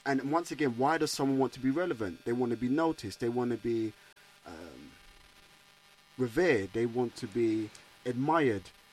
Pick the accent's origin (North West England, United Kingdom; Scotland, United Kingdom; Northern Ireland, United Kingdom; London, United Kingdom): London, United Kingdom; growing up in Brixton, South London